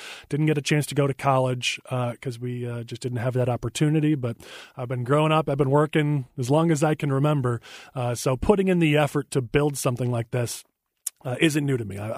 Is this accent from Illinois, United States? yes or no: yes; Palatine, Illinois, United States; also born or lived in Batavia, Illinois / Lake Zurich, Illinois / Hawthorne Woods, Illinois; born in Batavia, then my family moved to the northwest suburbs, and I grew up in Palatine, spent a little time in Lake Zurich and Hawthorne Woods as well, but grew up in Palatine, moved out when I was 18, then found my way back to Palatine, and I've been living there ever since.